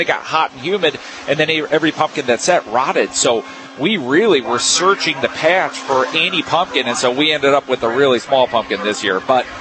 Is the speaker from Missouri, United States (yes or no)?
no; Springfield, Illinois, United States; No, I'm from Springfield.